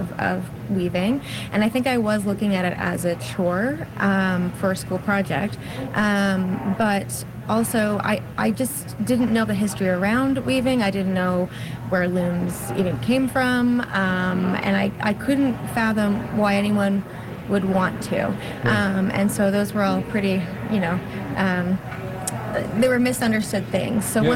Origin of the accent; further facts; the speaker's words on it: Newfoundland and Labrador, Canada; also born or lived in Alberta; I actually went to school for apparel and costume cutting in Alberta. I am from Newfoundland.